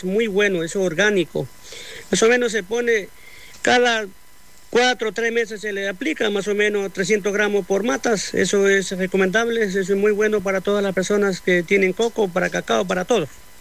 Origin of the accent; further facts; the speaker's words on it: Puerto Viejo, Manabí, Ecuador; moved away; Yo vine de la provincia de Manabí, Puerto Viejo.